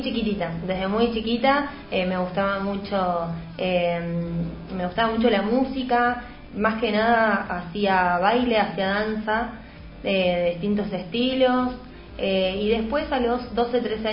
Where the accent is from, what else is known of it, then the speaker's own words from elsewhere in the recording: General Roca, Río Negro, Argentina; moved away as an adult; now in Buenos Aires, Argentina; nosotros somos de Río Negro, de la ciudad de General Roca. Ajá. Yo estoy hace ya un mes acá en la ciudad de Buenos Aires